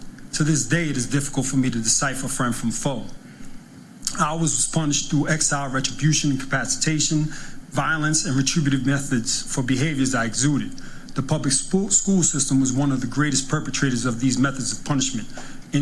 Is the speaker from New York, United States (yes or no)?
yes; New York City, New York, United States; born or raised there; also born or lived in Santurce, Puerto Rico